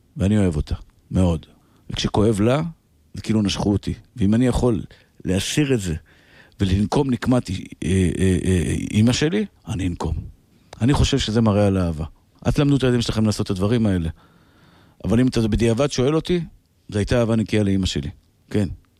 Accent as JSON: {"language": "Hebrew", "town": "Tel Aviv", "region": "Tel Aviv District", "country": "Israel", "tie": "born or raised there", "said": "כשהייתי ילד גרתי בשכונת התקווה"}